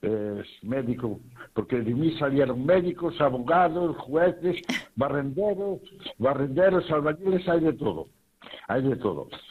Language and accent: Spanish; Redondela, Galicia, Spain; Y yo también, como soy un amante de mi pueblo y sabes que Redondela, hay muchas actividades lúdicas y de cultura y de todo eso.